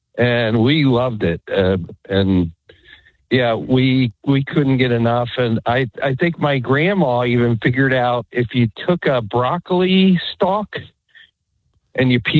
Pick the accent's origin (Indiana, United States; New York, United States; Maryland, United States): Indiana, United States; growing up in Indiana, why do you call it coal rabbi?